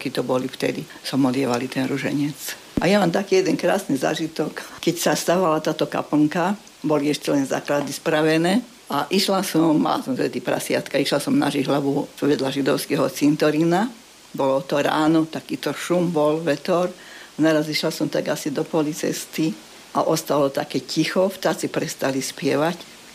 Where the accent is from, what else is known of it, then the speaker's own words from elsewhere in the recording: Rajčany, Nitra Region, Slovakia; moved away; keď som sa vrátila sem bývať do Rajčian, v roku 95.